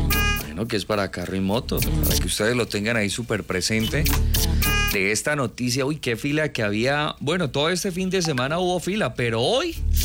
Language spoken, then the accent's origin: Spanish; Colombia; Como buen colombiano, ¿no?